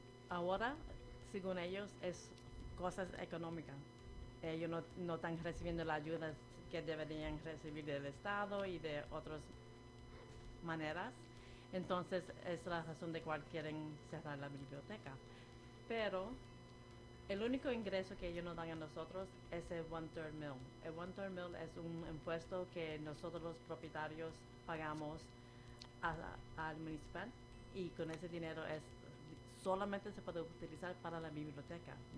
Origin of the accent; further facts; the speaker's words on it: New York, United States; also born or lived in Pennsylvania; Sí, entonces soy nacida y criada en Nueva York. Soy puertorriqueña. Me mudé para Pensilvania por un tiempo.